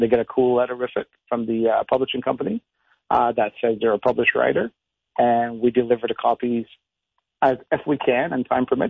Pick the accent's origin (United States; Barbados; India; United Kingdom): Barbados; moved away; I grew up back home in Barbados and then, sort of running around in the streets.